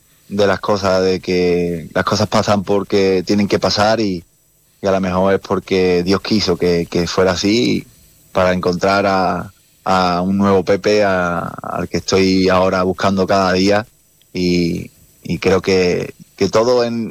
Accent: Seville, Andalusia, Spain; verdad que siendo de Sevilla, pero me siento un poco navarro

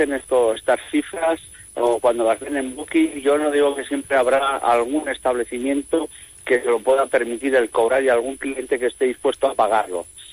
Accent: La Rioja, Spain; Somos una comunidad tan pequeñita que da lo mismo estar en Ezcaray que está en Arnedillo

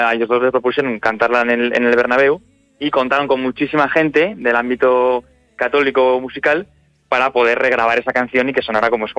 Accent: Salamanca, Castile and León, Spain; Desde luego que es un auténtico regalo poder hacer mi primer concierto en mi ciudad natal, en Salamanca

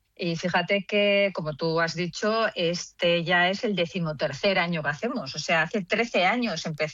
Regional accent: San Sebastián, Basque Country, Spain; yo soy donostiarra

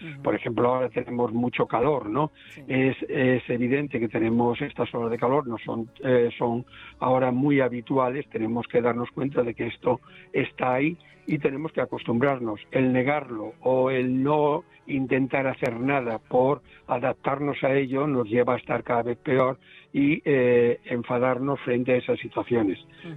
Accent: Galicia, Spain; Como buen gallego voy allí.

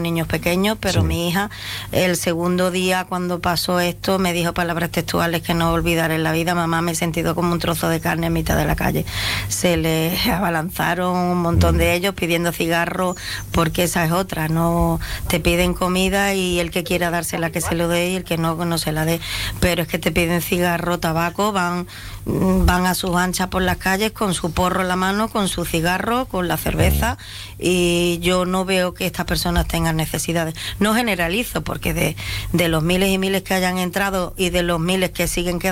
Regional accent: Ceuta, Spain; born there; yo soy nacida aquí en Ceuta, de padres ceutíes también, todos mis hermanos, toda la familia. Y nosotros aquí, quiera o no, al vivir junto a la frontera

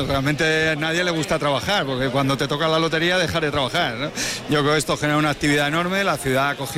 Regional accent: Palencia, Castile and León, Spain; now in Madrid, Spain; Yo que soy de Palencia y resido en Madrid

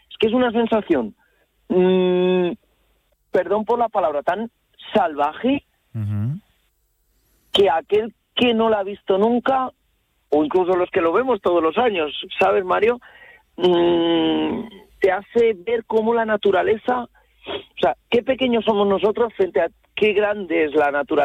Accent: Cuenca province, Castilla-La Mancha, Spain

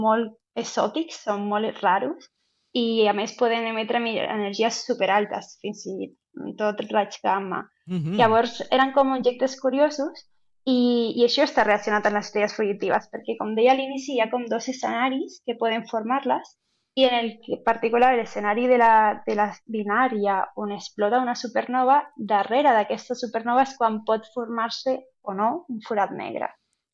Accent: Lanzarote, Canary Islands, Spain; Catalan is a second language; moved away; jo és que sóc de Canàries, de Lanzarote

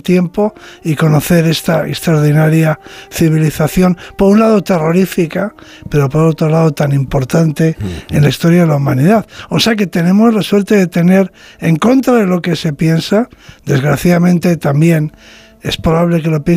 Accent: Spain; De que somos los españoles un pueblo culto, un pueblo muy culto.

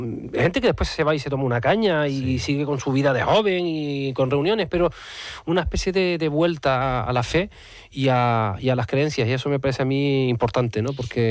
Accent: Canary Islands, Spain; como canarios y como españoles

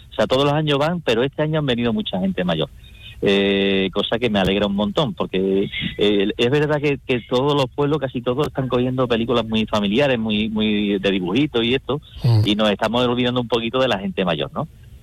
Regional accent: Spain; en mi pueblo, que yo soy de Alorno

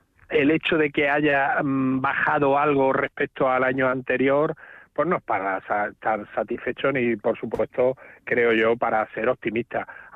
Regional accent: Extremadura, Spain; como extremeños, y yo me siento muy extremeño

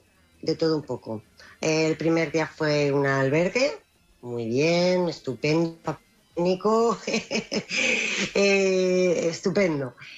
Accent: Alicante, Valencian Community, Spain; Pues hemos salido desde Alicante, dos familias, una de Murcia y nosotros que somos de Alicante.

